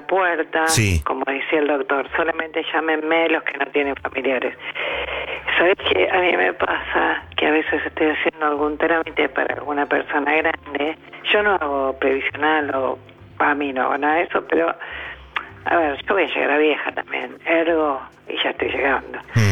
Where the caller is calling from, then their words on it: Adrogué, Buenos Aires Province, Argentina; yo vivo en Adrogué